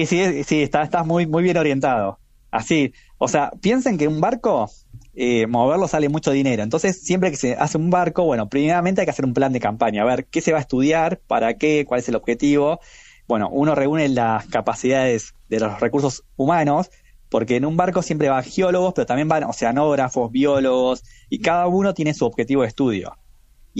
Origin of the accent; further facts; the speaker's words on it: La Plata, Buenos Aires Province, Argentina; yo estudié en la Universidad de La Plata, porque soy de ahí de La Plata